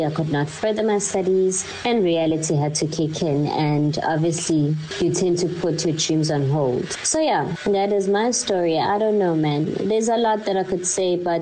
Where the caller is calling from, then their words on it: Katlehong, Gauteng, South Africa; I'm from Katlehong.